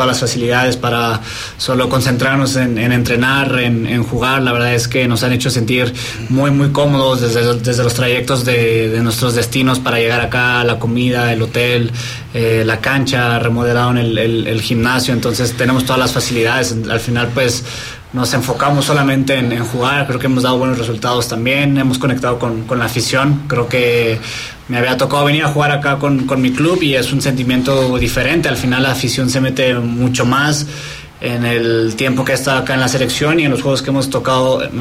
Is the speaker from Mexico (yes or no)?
yes; Mexico; Para mí como jugador y el siendo mexicano, para mí siempre va a ser el mayor de los orgullos representar a mi país.